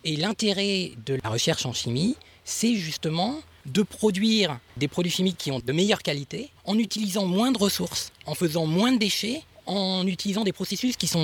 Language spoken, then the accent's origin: French; Béthisy-Saint-Pierre, Hauts-de-France, France; Moi, je suis originaire de Béthisy-Saint-Pierre. Je suis resté ici jusqu'au bac que j'ai eu à Compiègne.